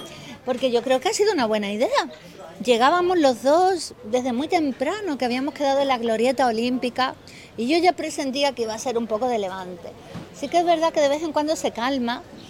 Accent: Seville, Andalusia, Spain; born there; also born or lived in Cádiz; yo nací en Sevilla, soy sevillana

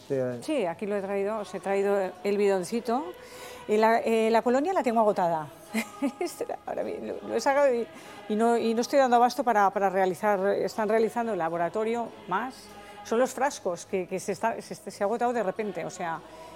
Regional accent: Catalonia, Spain; moved away as an adult; now in Aragon, Spain; yo soy una catalana, pero muy aragonesa. Entonces, quería hacer algo por mi tierra, ¿no? Por donde llevo muchos años, más de 40 años viviendo, en Aragón.

